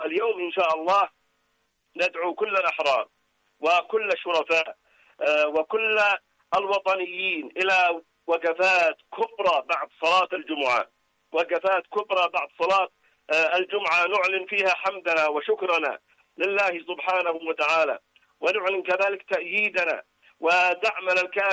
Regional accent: Yemen; لا بد علينا كيمنيين أن نتوحد،

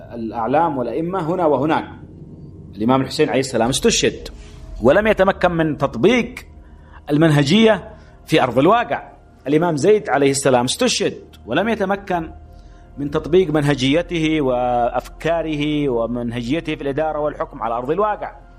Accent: Yemen; وهذا ما يحتم علينا كيمنيين أن نعود إليه

